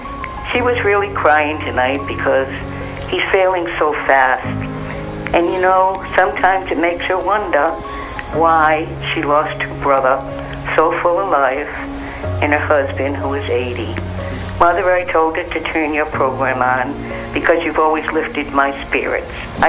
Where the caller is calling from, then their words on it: Rhode Island, United States; I'm from Rhode Island.